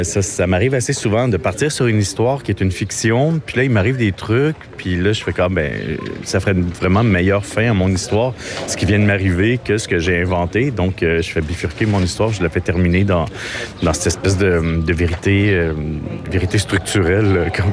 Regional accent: Île d'Orléans, Quebec, Canada; now in Montreal, Canada; je suis auteur de bande dessinée, je suis originaire de l'île d'Orléans, j'habite à Montréal maintenant.

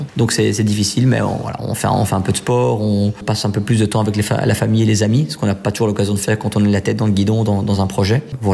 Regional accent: Belgium; Ouais, parce que Belgique, c'est mon pays. J'y suis né, j'ai vécu toute ma vie. Je suis belge, 100%. Mais mes origines sont espagnoles et italiennes.

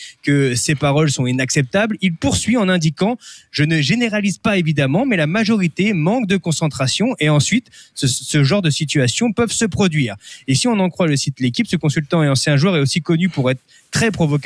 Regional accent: Normandy, France; Oui, en même temps, en France, en ce moment, on sait aussi ce que c'est le soleil, puisque chez moi, en Normandie, il fait quand même 40 degrés.

